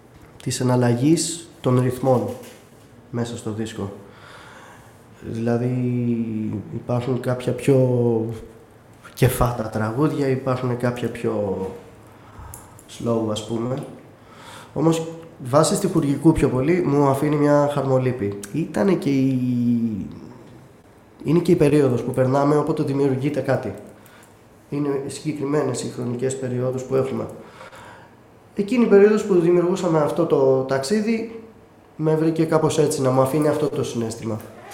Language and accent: Greek; Crete, Greece; το έχω συνδυάσει με τα παιδικά μου χρόνια στην Κρήτη, που μεγάλωσα με παππούδες, με γιαγιάδες, με τα ξαδέρφια μου, παίζαμε στην αυλή